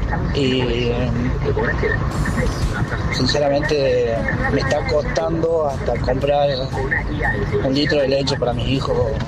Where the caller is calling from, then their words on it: Tucumán, Argentina; de Tucumán.